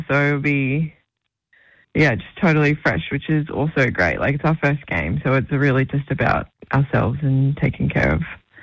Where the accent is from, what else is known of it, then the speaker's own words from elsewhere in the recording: Queensland, Australia; My mob is a Willy Willy. So from central Queensland.